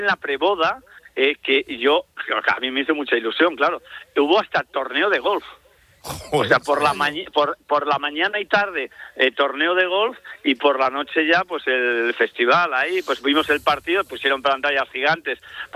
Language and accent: Spanish; Spain; ¿cómo nos van a decir que nosotros somos racistas los españoles?